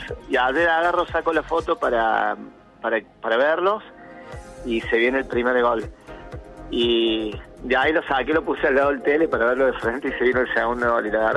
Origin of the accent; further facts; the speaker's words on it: Córdoba, Argentina; Soy de Córdoba, ya estoy arriba para arrancar la mañana.